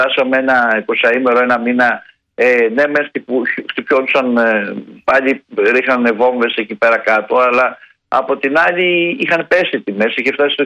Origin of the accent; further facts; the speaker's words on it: Greece; επειδή εμείς είμαστε σαν Έλληνες έμποροι